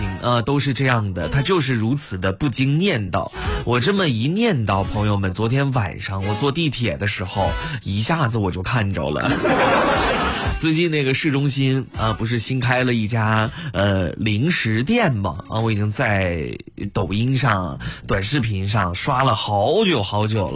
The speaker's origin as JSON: {"language": "Chinese", "country": "China"}